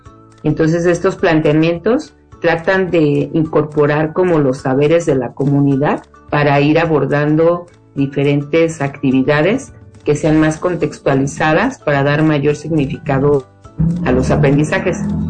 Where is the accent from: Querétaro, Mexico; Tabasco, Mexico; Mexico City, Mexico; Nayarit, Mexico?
Mexico City, Mexico; Yo soy oriunda, digamos, de Contreras.